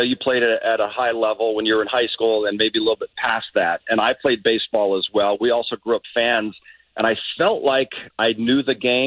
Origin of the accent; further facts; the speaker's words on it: Los Angeles, California, United States; growing up in Woodland Hills in the San Fernando Valley